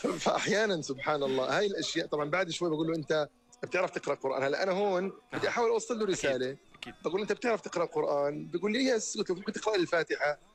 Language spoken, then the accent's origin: Arabic; Jordan; لا بقول لي انت من وين؟ بقول له انا من الاردن.